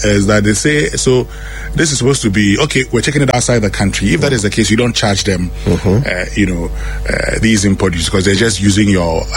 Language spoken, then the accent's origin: English; Mpohor, Western Region, Ghana; I come from Mpoho.